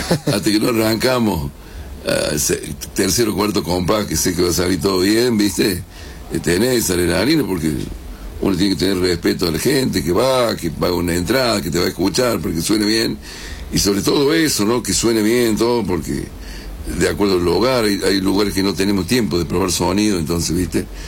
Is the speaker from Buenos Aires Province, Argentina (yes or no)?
no; Córdoba, Argentina; yo amo Córdoba, soy cordobés, pero muerte, mira, si yo me vine de allá también por Córdoba. Me tentaron un montón de veces de ir a Buenos Aires a vivir. No, me quedo en Córdoba.